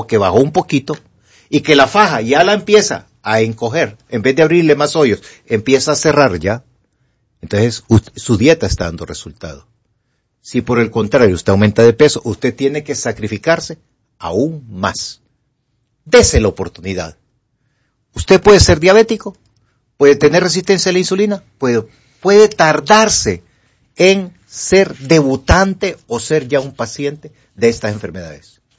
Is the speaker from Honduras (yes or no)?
yes; La Trinidad, Comayagua, Honduras; Que soy de allá de la Trinidad, Comayagua, donde nos está viendo Rosibel Báires, junto a su mamá, Natito, y allá no hay pulperías fuertes.